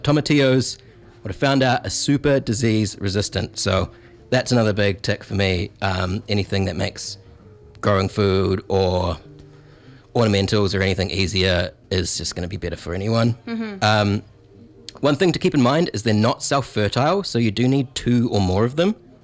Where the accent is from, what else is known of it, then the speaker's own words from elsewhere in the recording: Christchurch, Canterbury, New Zealand; I'm from South Island, Christchurch, and we didn't grow tomatillos.